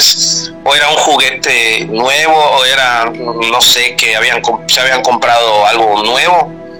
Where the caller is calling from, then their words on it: Mérida, Yucatán, Mexico; de Mérida, Yucatán.